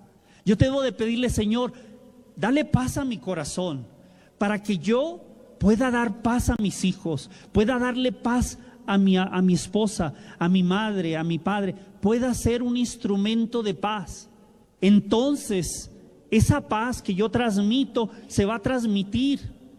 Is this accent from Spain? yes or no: no; Mexico; now in Los Angeles, United States; los que somos de México, salimos de México